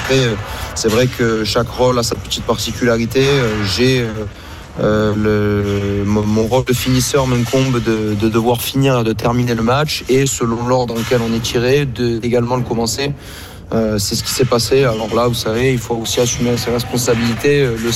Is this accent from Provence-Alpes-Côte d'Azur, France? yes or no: yes; Marseille, Provence-Alpes-Côte d'Azur, France; nous sommes originaires de Marseille.